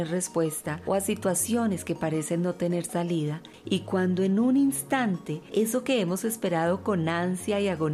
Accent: Colombia; born there; moved away as an adult; el primer viaje que hice a mi país natal, Colombia, 2 años después de haber salido de allí.

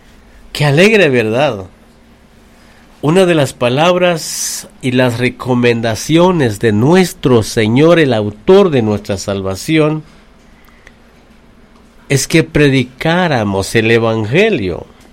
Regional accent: Guatemala; los guatemaltecos podemos alabar al Señor

